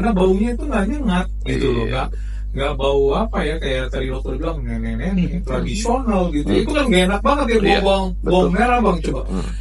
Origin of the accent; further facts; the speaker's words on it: Sumatra, Indonesia; kita sebagai orang Sumatera